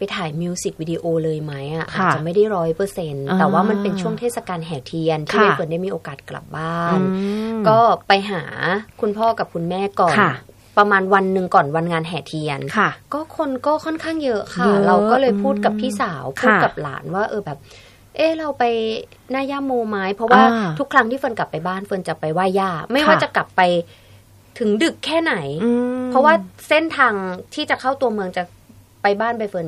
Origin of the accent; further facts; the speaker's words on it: Korat, Nakhon Ratchasima, Thailand; moved away; หนูก็เลยบอกเราเป็นคนโคราชอะเนาะหนูรักบ้านเกิดตัวเองค่ะ